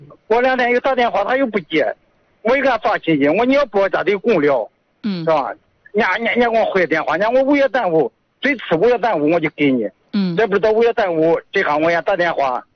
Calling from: Yuncheng, Shanxi, China; 我是咱烟湖区的。

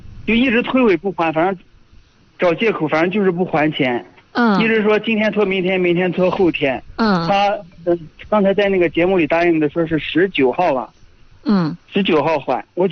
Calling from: Xinjiang, China; 新疆的。

